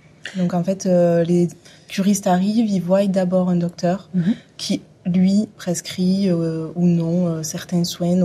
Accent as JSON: {"language": "French", "town": "Avène", "region": "Occitanie", "country": "France", "tie": "born or raised there", "said": "moi, je suis originaire d'Aven. Donc je suis née ici, j'ai grandi ici, et donc j'ai toujours connu la station thermale, les thermes"}